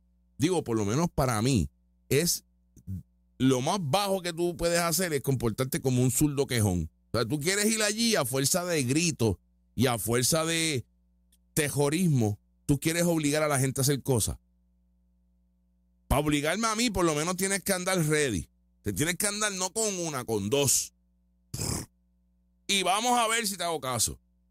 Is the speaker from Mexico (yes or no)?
no; Puerto Rico